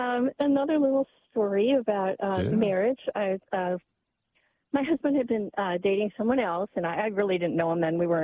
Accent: Illinois, United States; and I'm from Northern Illinois.

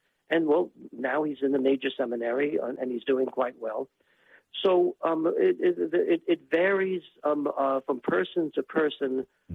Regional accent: Brooklyn, New York, United States; because I'm a city slicker. I'm from Brooklyn, so you know, how do you know when when the sheep are pregnant?

